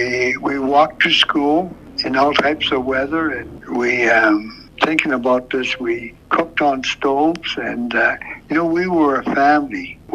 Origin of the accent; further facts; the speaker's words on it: Fort Norman, Northwest Territories, Canada; And from my early years of growing up in Fort Norman, now as Toledo, how you know we advanced so far.